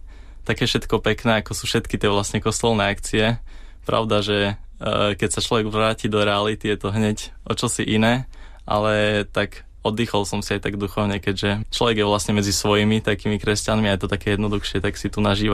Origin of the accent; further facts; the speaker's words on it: Michalovce, Košice Region, Slovakia; moved away as an adult; now in Košice, Slovakia; Pochádzam z Michaloviec, študujem v Košiciach aktuálne, mám 20 rokov, 21 teda, teraz som mal v júni, ešte som si nezvykol hovoriť o tom veku, takže 21